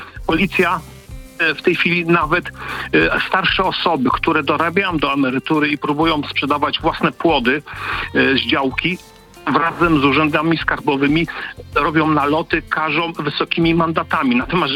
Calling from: Denmark; Ja mieszkam w Danii.

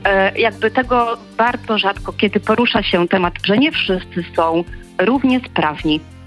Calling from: Gdynia, Pomeranian Voivodeship, Poland; a jestem z Gdyni.

